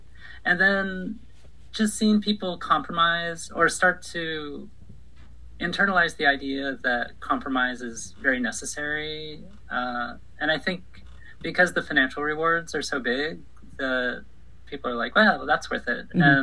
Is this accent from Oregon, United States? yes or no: yes; Eugene, Oregon, United States; also born or lived in Los Angeles; So I grew up in Eugene until I was 11. Then my family moved to LA and I went to UCLA.